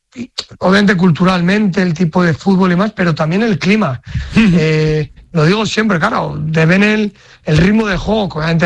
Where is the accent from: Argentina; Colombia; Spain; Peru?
Spain; León, Castile and León; como buen Cazurro Leonés